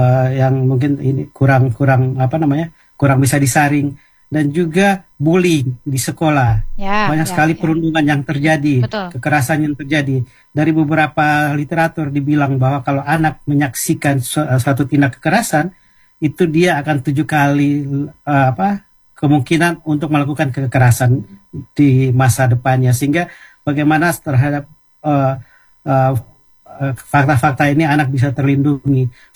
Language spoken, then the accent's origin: Indonesian; Surabaya, East Java, Indonesia; Pokoknya kampung saya Surabaya